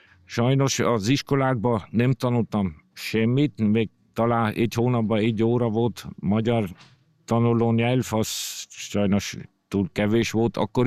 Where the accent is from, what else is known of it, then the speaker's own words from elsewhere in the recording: Oberpullendorf, Burgenland, Austria; born there; first language Hungarian; also born or lived in Középpulya (Mittelpullendorf), Burgenland; 1970-ben Felsőpulán papa házat építkezett, még ottan, azóta ottan laktam. 1990 házat építkeztem a Határ utcában, Felsőpulán is, mert az mindig az enyém volt, hogy biztos Felsőpulán vagyok.